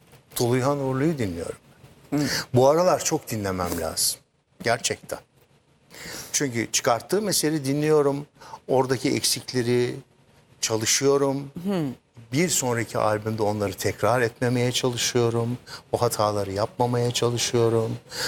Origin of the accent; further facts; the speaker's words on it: Konya, Turkey; Yani Konya bizim zaten çok yani ben Konyalıyım.